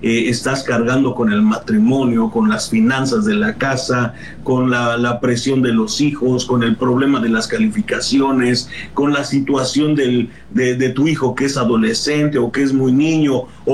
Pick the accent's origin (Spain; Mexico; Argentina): Mexico; tal vez los que somos mexicanos, ¿verdad? Tal vez a Cancún, tal vez a Puerto Vallarta, Acapulco sería una buena opción